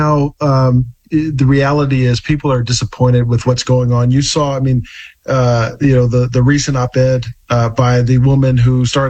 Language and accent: English; Deep South, United States; I grew up in the Deep South